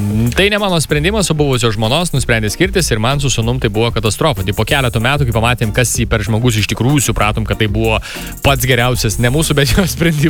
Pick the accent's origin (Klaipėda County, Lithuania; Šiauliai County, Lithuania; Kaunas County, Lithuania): Kaunas County, Lithuania; Kaunas; moved away as an adult; now in Kaišiadorys, Lithuania; Gimiau ir užaugau Kaune, su iki kaulų smegenų kaunietis